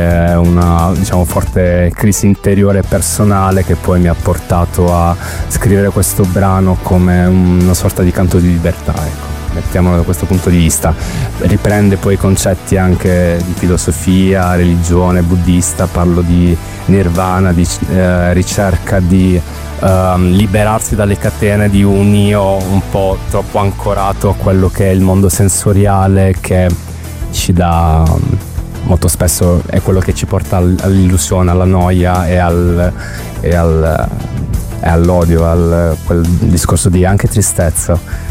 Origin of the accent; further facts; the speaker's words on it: Bari, Apulia, Italy; moved away as an adult; now in Bologna, Italy; nessuno di noi tecnicamente è bolognese, ovvero che io vengo da Bari, mi sono trasferito a Bologna 8 anni fa.